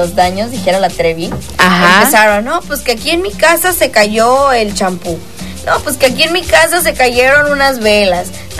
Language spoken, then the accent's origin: Spanish; Mexico; ¿Cómo somos los mexicanos que nos burlamos de todo?